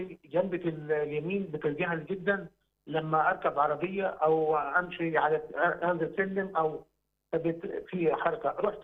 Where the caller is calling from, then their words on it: Sohag, Sohag Governorate, Egypt; من سوهاج.